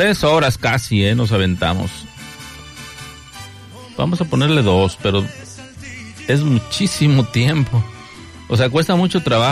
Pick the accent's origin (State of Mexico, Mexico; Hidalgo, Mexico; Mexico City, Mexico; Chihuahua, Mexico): Hidalgo, Mexico; moved away; La otra vez que visité mi rancho allá en mi pueblo en Hidalgo